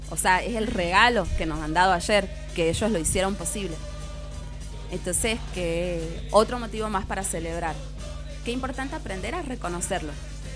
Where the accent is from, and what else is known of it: Argentina